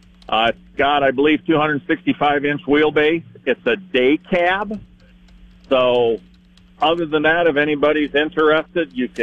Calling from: Plankinton, South Dakota, United States; from Plankington.

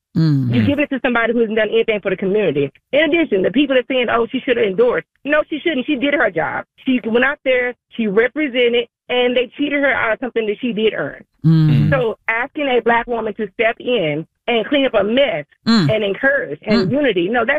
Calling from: Texarkana, Arkansas, United States; I'm not even a resident of Texas, but I live in, I'm from Texarkana.

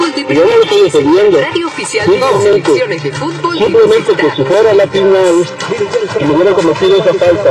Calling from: Mexico; Yo soy mexicano, pero no soy de Chile nada más

